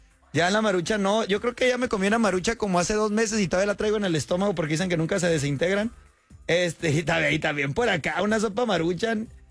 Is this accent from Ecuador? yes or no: no; Tijuana, Baja California, Mexico; Los que somos de TJ, de toda la vida